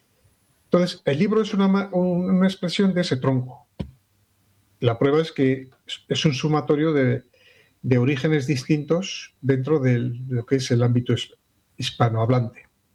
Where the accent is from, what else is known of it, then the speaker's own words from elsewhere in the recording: Basque Country, Spain; yo soy de País Vasco, pues tenemos unos rasgos identitarios distintos, pero mucho más tenemos unos rasgos identitarios comunes al resto de los españoles.